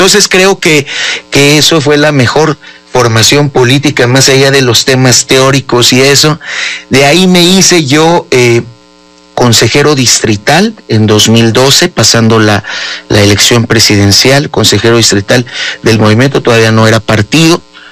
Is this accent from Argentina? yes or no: no; Mexico City, Mexico; born there; also born or lived in Guadalajara / Washington / Xalapa; now in Puebla, Mexico; Yo nací en la Ciudad de México, pero viví en la Ciudad de México, viví en Guadalajara, viví en Washington, viví en Jalapa